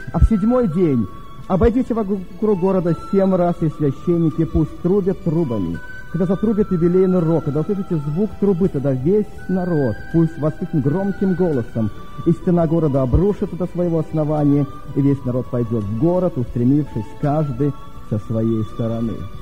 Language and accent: Russian; Minsk, Belarus; я из Минска.